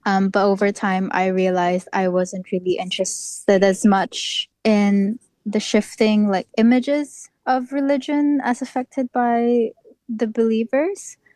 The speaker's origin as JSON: {"language": "English", "country": "Philippines", "tie": "born or raised there", "moved": "yes", "lives_now": "New Zealand", "said": "my own upbringing in a Catholic country because I come from the Philippines."}